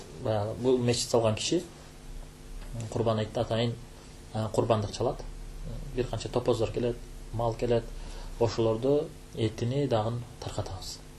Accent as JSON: {"language": "Kyrgyz", "town": "Karabak", "region": "Batken Region", "country": "Kyrgyzstan", "said": "Карабак деген айылдан болом."}